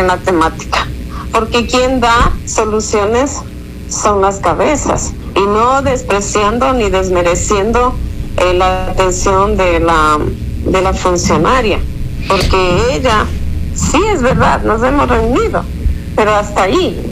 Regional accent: Ecuador; O sea, no hay garantías para nosotros como ecuatorianos.

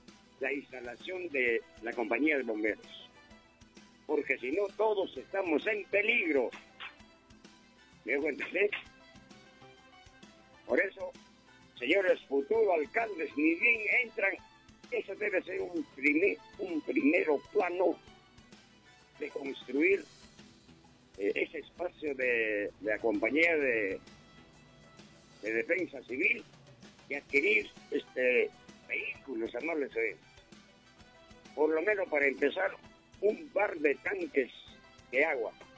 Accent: Huaraz, Ancash, Peru; en mi tierra, en Huaraz. El terremoto trajo abajo a toditas las casas de la avenida Tarapacá, donde yo vivo.

